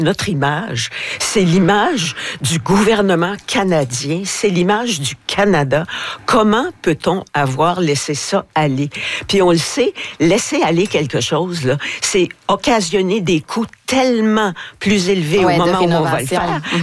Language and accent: French; France; Ben, je suis française.